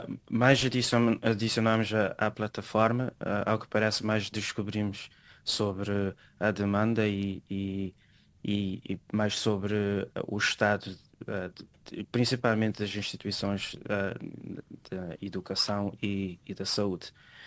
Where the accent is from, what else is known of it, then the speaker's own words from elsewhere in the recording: Sal Island, Sal, Cape Verde; moved away as an adult; now in United States; E eu sou da Ilha do Sal.